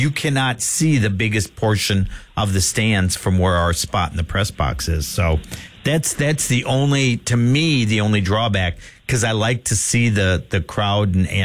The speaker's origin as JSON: {"language": "English", "region": "Wisconsin", "country": "United States", "tie": "born or raised there", "moved": "yes", "said": "my hometown radio station up in Wisconsin"}